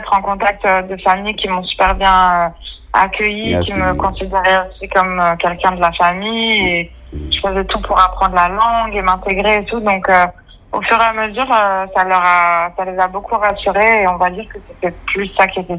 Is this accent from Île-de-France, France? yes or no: yes; Paris, Île-de-France, France; moved away as an adult; also born or lived in Burkina Faso / Mali / Senegal; now in Cape Verde; J'ai grandi à Paris. Comme je vous ai dit, j'ai une mère marocaine, mon père tunisien.